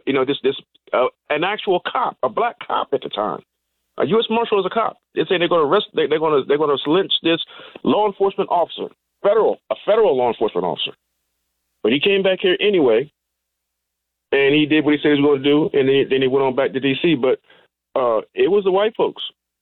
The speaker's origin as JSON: {"language": "English", "region": "Maryland", "country": "United States", "tie": "born or raised there", "said": "he was going to make his return to his hometown, my hometown in Eastern Maryland"}